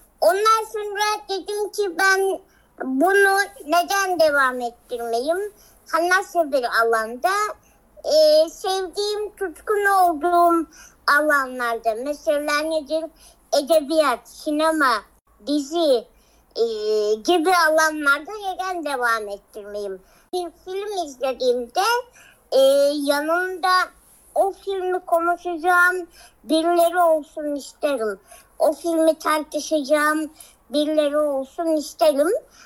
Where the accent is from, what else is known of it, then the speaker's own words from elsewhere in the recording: Adana, Turkey; ve bir Adanalıyım.